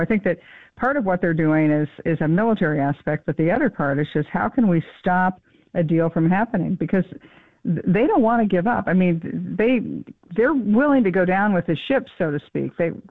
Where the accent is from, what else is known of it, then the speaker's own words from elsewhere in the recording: New York, United States; I'm a New Yorker